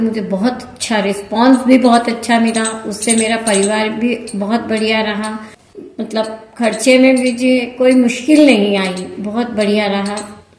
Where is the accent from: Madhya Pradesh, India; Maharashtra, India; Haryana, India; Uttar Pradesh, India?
Madhya Pradesh, India; Indore; moved away as an adult; मैं इंदौर से हूँ, वैसे मेरा मायका इंदौर का है